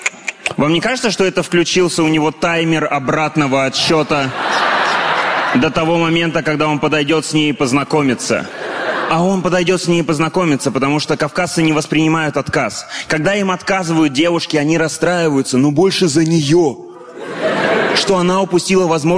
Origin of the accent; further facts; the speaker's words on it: Russia; У русских, когда нам вкусно